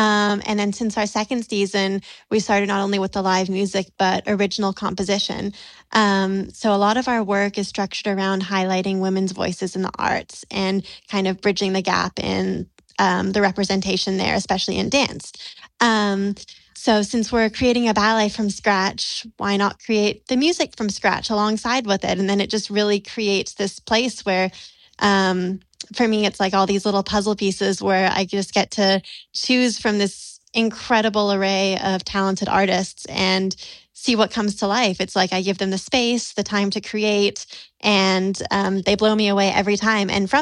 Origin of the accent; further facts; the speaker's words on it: San Diego, California, United States; my hometown of San Diego